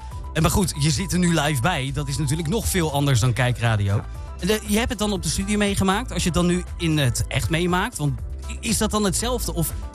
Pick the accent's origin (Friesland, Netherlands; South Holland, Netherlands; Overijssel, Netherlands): South Holland, Netherlands; Alphen aan den Rijn; born there; ik ben een van de laatste van de generatie die echt geboren is in Alphen.